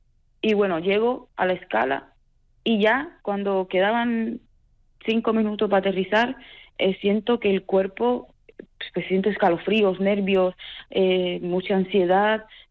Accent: Cuba; now in Spain; ¿Te cuento desde que me fui de Cuba o directamente desde el aeropuerto?

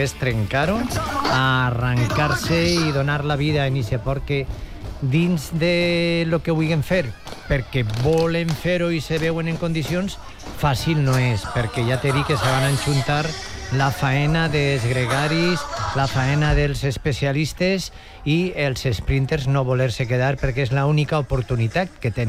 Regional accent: Massamagrell, Valencian Community, Spain; El meu poble també aixit, és Massamagrell.

